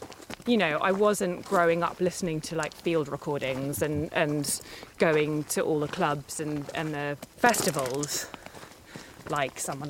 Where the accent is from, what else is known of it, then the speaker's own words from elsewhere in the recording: Oxford, South East England, United Kingdom; also born or lived in Florence, Italy; And then I was born in Italy, in Florence, because my dad was doing his PhD out there. And then we came to Oxford when I was pretty little.